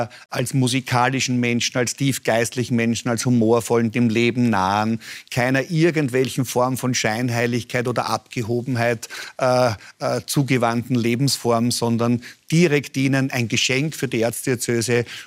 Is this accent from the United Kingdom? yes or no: no; Vienna, Austria; Da sitze ich als Kind am Maurerberg außerhalb meines Gemeindebaus im Blick hinunter auf Mauer und Rodauen. Und ich habe eine glückliche Kindheit gehabt.